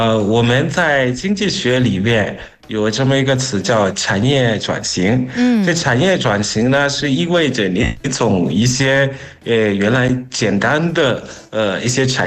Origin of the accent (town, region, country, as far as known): Zimbabwe; Chinese is a second language